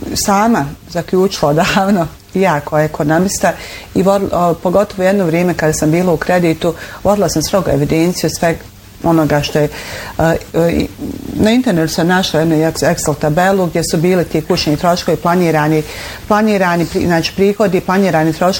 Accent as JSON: {"language": "Bosnian", "country": "Bosnia & Herzegovina", "said": "Znate, mi smo Bosanci, ja ne znam, jedan narod poput našeg da voli, da smo, mi smo vesel narod, srdačan"}